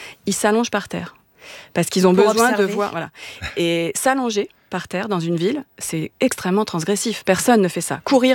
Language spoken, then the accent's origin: French; Paris, Île-de-France, France; je suis parisienne